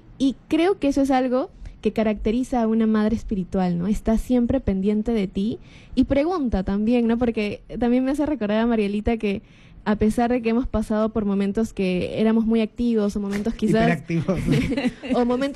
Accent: Lima, Peru; also born or lived in Trujillo, Peru; Nosotros con mi familia, nacimos en Trujillo, pero nos mudamos acá en Lima

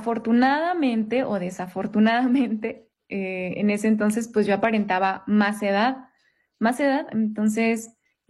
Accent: Santa María del Oro, Durango, Mexico; also born or lived in Denver, Colorado, United States; now in Querétaro, Mexico; yo no soy de Durango Capital, soy de Santa María del Oro, que es un municipio del estado de Durango.

